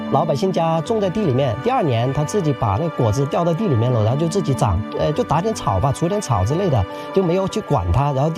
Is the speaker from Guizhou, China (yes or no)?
yes; Guizhou, China; 我们黔东南苗族侗族自治州这地区